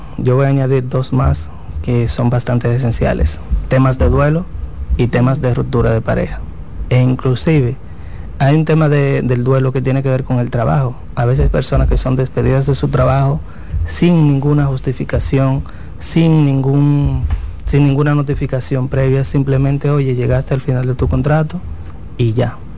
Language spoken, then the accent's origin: Spanish; Dominican Republic; como dominicanos que somos muy afectivos